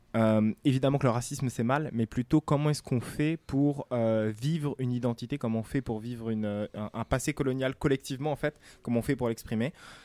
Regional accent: French Guiana; ça me permet aussi d'exister, du coup, dans l'espace public en tant que Guyanais.

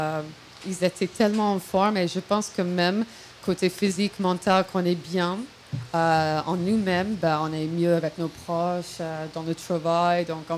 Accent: Ireland; Et même chez moi en Irlande, ça se fait beaucoup.

